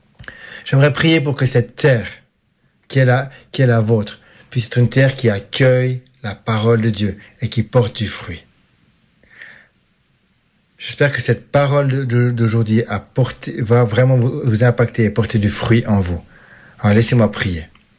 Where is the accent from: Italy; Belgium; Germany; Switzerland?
Switzerland